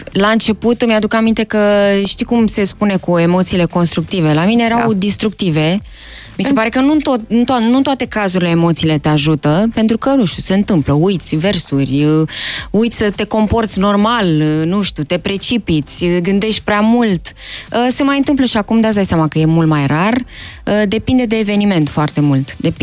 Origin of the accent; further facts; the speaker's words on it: Romania; ar trebui să știe că sunt româncă